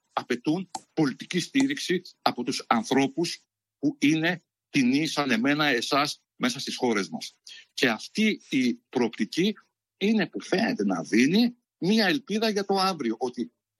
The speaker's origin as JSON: {"language": "Greek", "country": "Greece"}